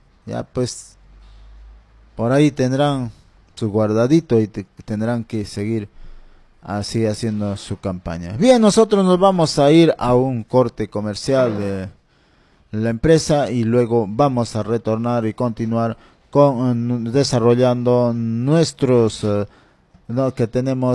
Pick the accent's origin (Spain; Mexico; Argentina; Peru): Peru; Junín; ahí donde mi pueblo, mi anexo donde me vio crecer, Unión Autiqui, Belén Anapiare, Centro Anapiare, Quimari de Unión Andahuaylas.